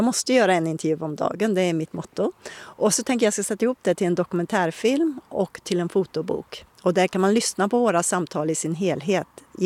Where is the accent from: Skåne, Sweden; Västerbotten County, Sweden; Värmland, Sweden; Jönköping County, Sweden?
Värmland, Sweden; min hembygd i Värmland